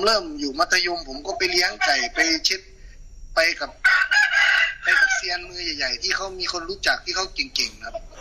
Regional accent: Det Udom, Ubon Ratchathani, Thailand; พื้นเพเป็นคนจังหวัดอุบลครับพี่

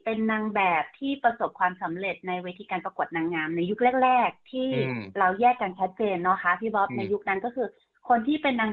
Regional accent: Chiang Mai, Thailand; เดิมทีนะคะ … เป็นคนจังหวัดเชียงใหม่ค่ะเกิดแล้วก็โตที่จังหวัดเชียงใหม่นะคะ

